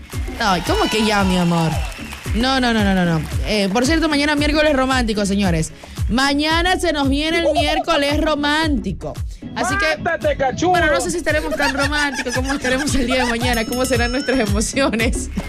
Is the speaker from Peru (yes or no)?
no; Ecuador; yo creo que como ecuatorianos siempre demostramos la firmeza que tenemos.